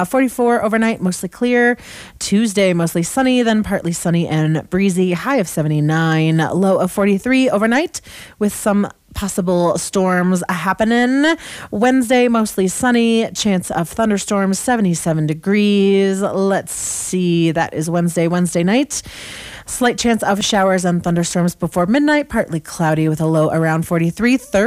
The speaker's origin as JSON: {"language": "English", "region": "California", "country": "United States", "moved": "yes", "lives_now": "Grand County, Colorado, United States", "said": "I'm from Northern California"}